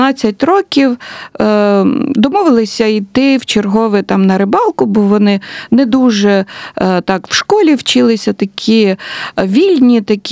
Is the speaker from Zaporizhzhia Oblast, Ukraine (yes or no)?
yes; Melitopol, Zaporizhzhia Oblast, Ukraine; я ж з Мілітополя